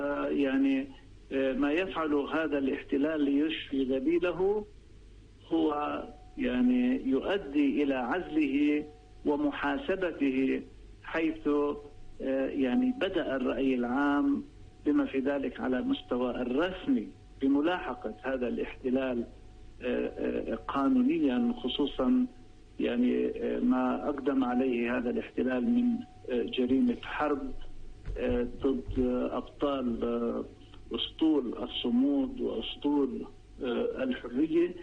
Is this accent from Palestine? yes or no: yes; Palestine; دورنا نحن كشعب فلسطيني.